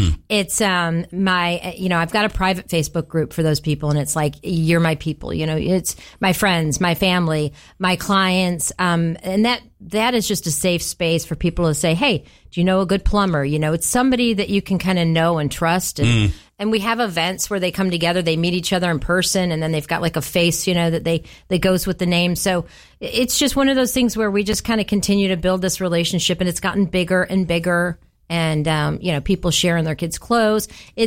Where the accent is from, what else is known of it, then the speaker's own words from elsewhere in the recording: Florida, United States; I was new to the area, and I came from Florida, which I love Florida, but Florida is kind of a transient state